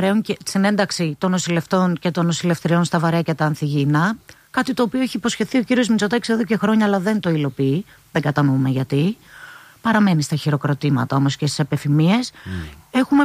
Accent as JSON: {"language": "Greek", "region": "East Macedonia and Thrace", "country": "Greece", "said": "και στα μέρη μου πάνω στον Εύρο το χρησιμοποιούμε πολύ πιο καλά."}